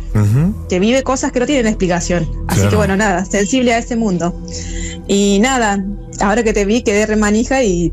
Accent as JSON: {"language": "Spanish", "region": "Córdoba", "country": "Argentina", "tie": "born or raised there", "said": "yo me crié en Córdoba, yo soy cordobesa, me crié en Córdoba."}